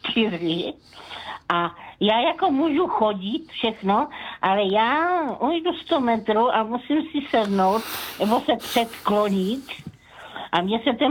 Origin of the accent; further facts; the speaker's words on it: Brno, South Moravian Region, Czechia; já jsem v Brně a to je jako jediná, odkud pocházím, jo?